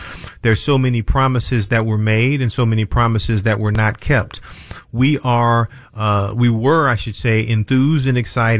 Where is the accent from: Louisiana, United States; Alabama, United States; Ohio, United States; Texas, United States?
Louisiana, United States; the Calais v. Louisiana decision from my hometown, regrettably, my home state, regrettably.